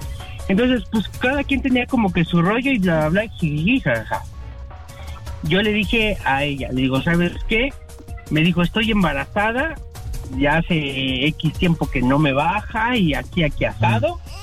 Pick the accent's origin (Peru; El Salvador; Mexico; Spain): Mexico; Tlaxcala; Yo soy de Tlaxcala. Bien pinche, olmeca, morenito.